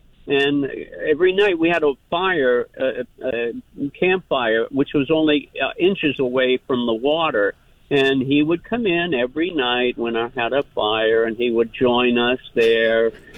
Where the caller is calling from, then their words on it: Killington, Vermont, United States; Hi, I'm from Killington, but I have a home up on Lake Champlain off of the west shore of Isle of Mott.